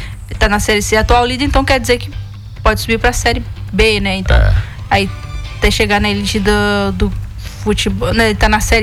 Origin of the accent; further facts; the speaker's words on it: Pará, Brazil; A gente é paraense